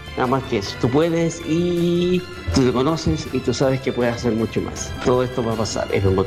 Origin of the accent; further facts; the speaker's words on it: Coquimbo, Chile; Yo soy de Coquimbo, pero estoy en otra región. Un abrazo a mi coterráneo de Coquimbo